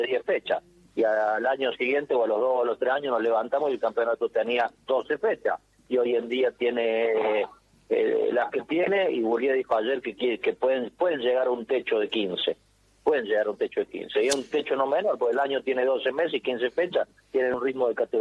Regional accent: Córdoba, Argentina; número 2 como argentino, número 3 para más como cordobés, o sea, como ciudadano del lugar donde se habla mucho de eso, segunda ciudad de la Argentina y demás.

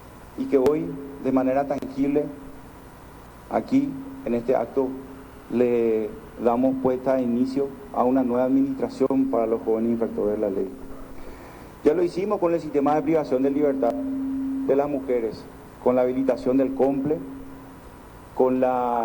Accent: Paraguay

